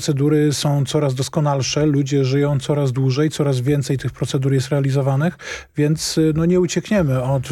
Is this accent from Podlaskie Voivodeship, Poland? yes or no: no; Silesian Voivodeship, Poland